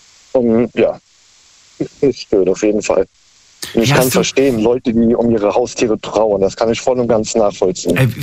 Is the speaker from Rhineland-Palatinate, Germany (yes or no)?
yes; Rhineland-Palatinate, Germany; Ich komme aus dem Raum Koblenz.